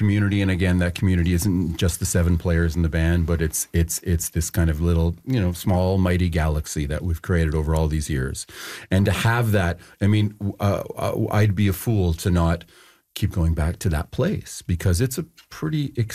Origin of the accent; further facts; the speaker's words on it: Canada; geez, being Canadian, what about that?